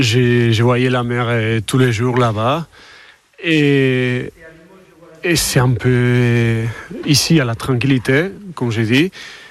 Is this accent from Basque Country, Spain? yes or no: yes; Basque Country, Spain; moved away as an adult; now in Limoges, France; moi, je suis basque, je suis d'un village à côté de Saint-Sébastien. Un très bel endroit.